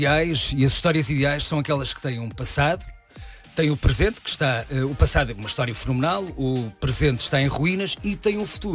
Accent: Madeira, Portugal; Sou madeirense

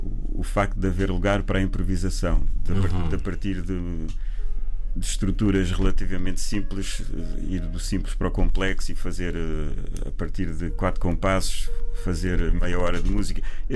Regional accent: Portugal; eu sou português

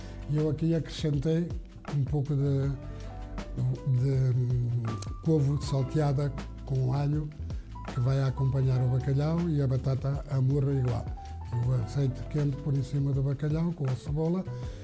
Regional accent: Ribatejo, Portugal; now in Andorra; Também gosto de ir à minha terra.

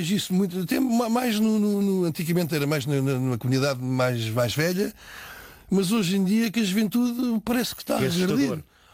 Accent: Portugal; Só que nós, enquanto portugueses, ouvimos certas coisas e certas atitudes um bocado do lado de fora e o caminho passa.

